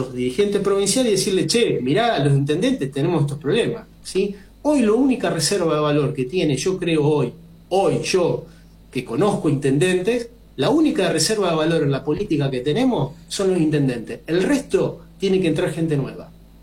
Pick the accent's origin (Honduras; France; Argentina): Argentina; Somos argentinos y argentinas que vivimos en este país